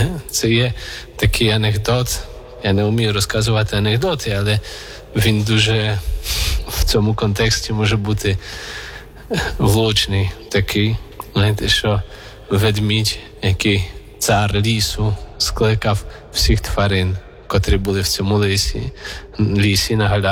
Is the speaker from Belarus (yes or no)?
no; Warsaw, Masovian Voivodeship, Poland; moved away as an adult; now in Kyiv, Ukraine; я сам родом з Варшави, теж зі столиці.